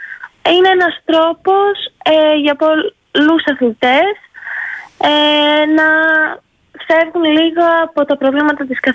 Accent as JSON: {"language": "Greek", "town": "Volos", "region": "Thessaly", "country": "Greece", "lives_now": "Trikala, Greece", "said": "Είμαι από το Βόλο."}